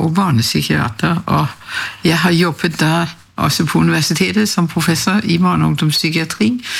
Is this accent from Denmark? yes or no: yes; Copenhagen, Capital Region, Denmark; moved away as an adult; now in Norway; Jeg er fra Danmark, København, og jeg studerte medisin i Danmark. Og vi fant hverandre i Danmark, og jeg ble med til Norske.